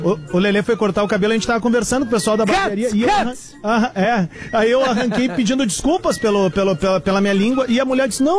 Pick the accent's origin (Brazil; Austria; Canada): Brazil; a gente é o único país que fala português na vizinhança toda, sabe?